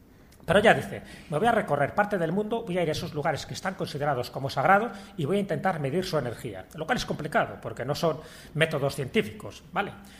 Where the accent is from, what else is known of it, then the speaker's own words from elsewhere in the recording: Spain; born there; como yo vivo en España, he nacido en España, pues evidentemente tiro para mi lugar